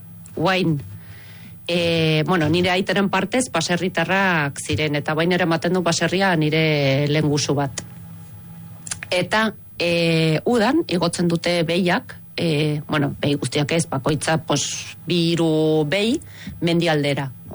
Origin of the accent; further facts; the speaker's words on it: Switzerland; Nire jaioterri da, pos landa ere muen poskolkatuta herri txiki bat, nik bizi nintzen, pos ba, ba zer gaunden, postegun biztan ledo.